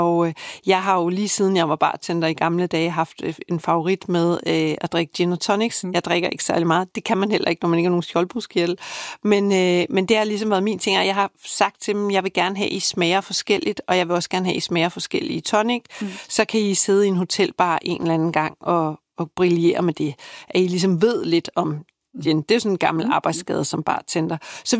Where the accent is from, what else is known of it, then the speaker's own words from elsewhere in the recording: Køge, Zealand, Denmark; Så ringer jeg ned til min hjemegn, Køge Braunstein Destilleri, som er det gode destilleri dernede